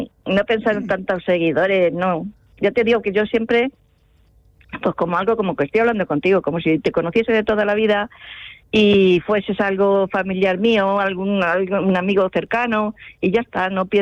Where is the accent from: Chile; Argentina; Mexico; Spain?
Spain; Manzanares; ya no estoy en París, soy de España